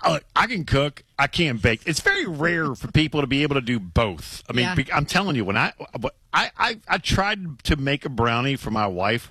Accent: Louisiana, United States; I mean, you want red beans, you want gumbo. I'm from Louisiana.

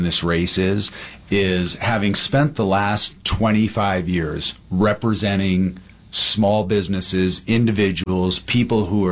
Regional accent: Diamond Bar, California, United States; now in Venice Beach, United States; California. I grew up in the San Gabriel Valley in Walnut Diamond Bar. Okay. I'm Diamond Bar class of 92. Went to SC and I've lived in Venice Beach for 30 years.

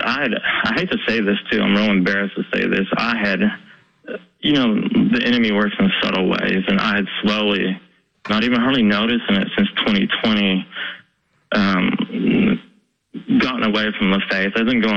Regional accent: Weatherford, Oklahoma, United States; I know people in Oklahoma City and my hometown of Weatherford and a lot of places that are going through loneliness too.

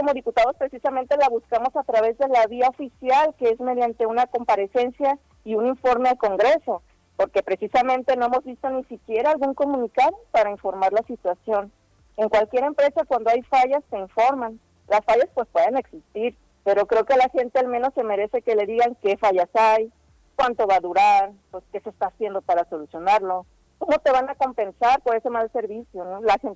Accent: Villa de Álvarez, Colima, Mexico; sabes que soy de Villa de Álvarez, Israel es de Manzanillo.

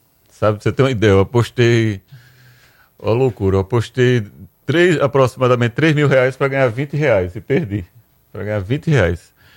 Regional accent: Maceió, Alagoas, Brazil; moved away as an adult; also born or lived in Goiás; now in Maceió, Brazil; eu sou servidor público federal lá em Goiás, sou daqui de Maceió, mas sou em Goiás, aí voltei para Maceió para me tratar

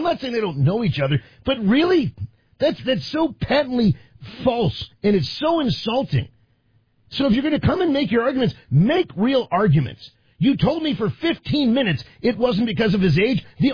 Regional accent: Washington, District of Columbia, United States; I grew up and worked in Washington, D.C. until I was 35 years old.

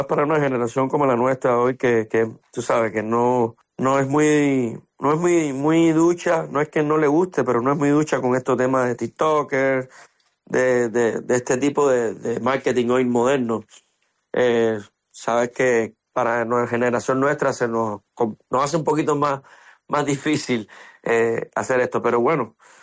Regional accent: Cuba; seguimos siendo las mismas personas, seguimos teniendo los pies en la tierra, seguimos siendo los mismos cubanos de siempre.

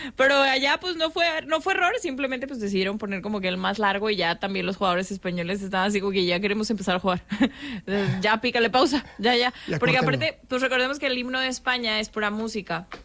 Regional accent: Monterrey, Nuevo León, Mexico

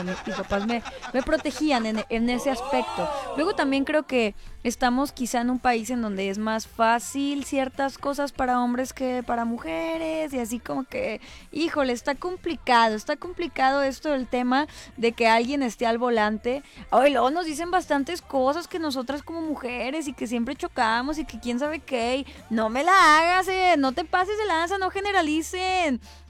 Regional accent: Mexico; somos mexicanos

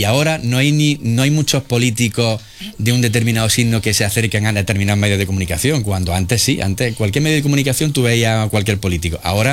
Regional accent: Úbeda, Andalusia, Spain; yo de pequeño te puedo decir que desde que era pequeño he visto eso en la sociedad ubetense más, he visto esa transversalidad.

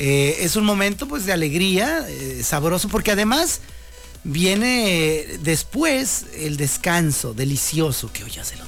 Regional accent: Nicaragua; now in Mexico; Soy de Nicaragua, mi reina.

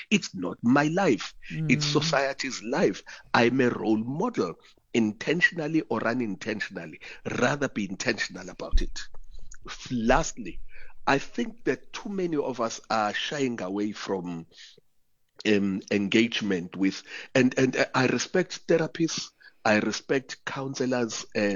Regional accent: Umlazi, KwaZulu-Natal, South Africa; I'm from Umlaz

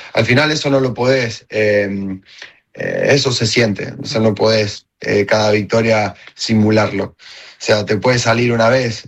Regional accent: Argentina; now in Spain; Bueno, la verdad que, ¿sabes cómo lo vivimos nosotros? Le metemos muchísima pasión. Ya van varias veces que me toca vivirlo desde afuera.

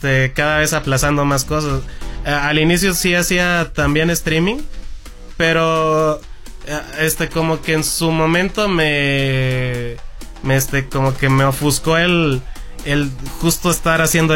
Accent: Michoacán, Mexico; moved away as an adult; now in Mexico City, Mexico; llegué a la ciudad, soy de Michoacán, primero que nada. Arriba Michoacán.

